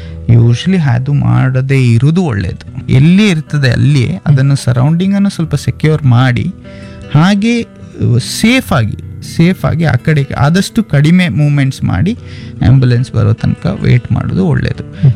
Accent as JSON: {"language": "Kannada", "region": "Karnataka", "country": "India"}